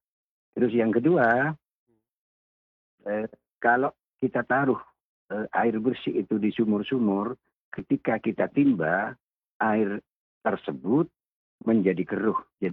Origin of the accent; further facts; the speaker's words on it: Sumenep, East Java, Indonesia; di desa kami, di Desa Montorna, Kecamatan Pasongsongan